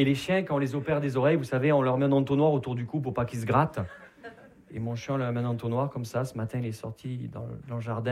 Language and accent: French; Perpignan, Occitanie, France; Vous l'entendez à mon accent, je ne viens pas de Paris. Je viens de Perpignan.